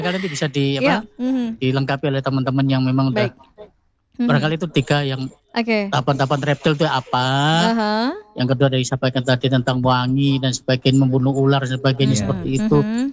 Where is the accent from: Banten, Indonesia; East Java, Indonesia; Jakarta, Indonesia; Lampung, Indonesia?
East Java, Indonesia; Kalau dalam bahasa kita Jawa Timuran